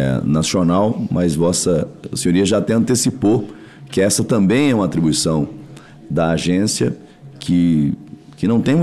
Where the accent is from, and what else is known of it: Ji-Paraná, Rondônia, Brazil